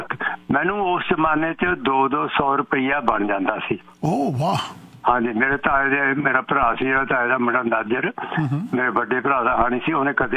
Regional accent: Mangli Uchi, Punjab, India; ਹਾਂਜੀ ਸਿੱਧੂ ਸਾਹਿਬ, ਮੈਂ ਦੁਬਾਰਾ ਫੇਰ ਆਇਆ ਅਤੇ ਮੇਰਾ ਪਿੰਡ ਹੈਗਾ ਮੰਗਲੀ ਉੱਚੀ।

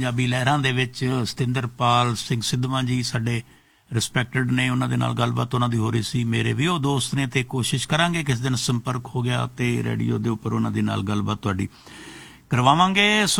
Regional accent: Pindi Balocha, Punjab, India; ਅਤੇ ਵੀਰੇ ਵਾਲਾ ਪਿੰਡ, ਸਾਡਾ ਪਿੰਡ ਪਿੰਡੀ ਬਲੋਚਾ ਹੁੰਦਾ ਸੀ, ਅਤੇ ਮਿਲਦੇ ਗਿਲਦੇ ਸੀ ਉਦੋਂ

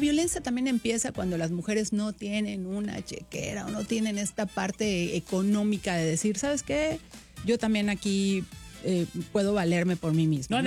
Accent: Campeche, Mexico; born or raised there; now in Montreal, Canada

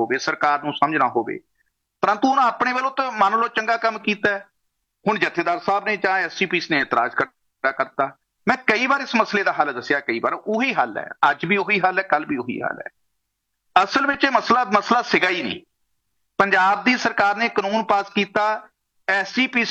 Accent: Punjab, India; now in Canada; ਅੱਜ ਅਸੀਂ ਕੈਨੇਡਾ ਦੀ ਧਰਤੀ ਤੇ ਬੈਠੇ ਹਾਂ ਜਾਂ ਪੰਜਾਬ ਚੋਂ ਅਸੀਂ ਪੰਡ ਗਏ ਸੀ

